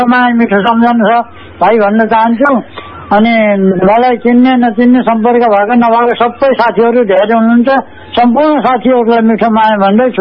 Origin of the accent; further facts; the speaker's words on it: Lamjung District, Gandaki Province, Nepal; born there; now in Bharatpur, Nepal; जन्मस्थल मेरो होलमजुङ जिल्ला नेपाल देश हो नि … त ब्राह्मण भइम